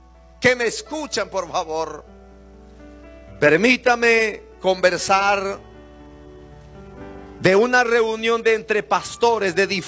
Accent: El Salvador; Yo soy de El Salvador.

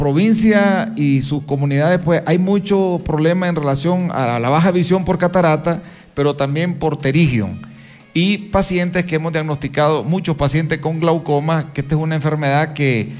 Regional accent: Nicaragua; moved away as an adult; now in Ecuador; Soy de Nicaragua, tengo la bendición de estar en Ecuador hace 10 años que vine a estas tierras.

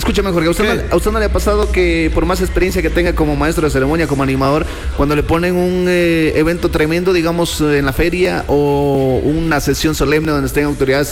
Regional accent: Ecuador; nosotros como ecuatorianos tenemos que defender lo nuestro.

